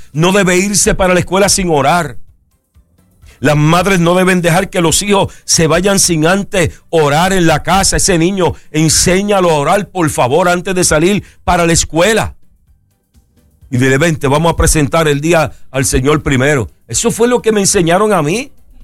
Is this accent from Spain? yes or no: no; Puerto Rico; en el barrio donde yo me crié, en Algarrobo, por allí en Caimito